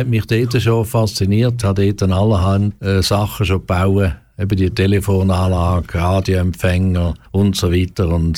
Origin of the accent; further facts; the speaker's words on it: Romanshorn, Thurgau, Switzerland; also born or lived in Münsterlingen; Also geboren bin ich im Kanton Thurgau in Münsterlingen und aufgewachsen in Romanshorn. Dort noch Ziegfröhren erlebt auf dem Bodensee und jetzt aber schon seit vielen Jahren im Kanton Aargau zu Hause.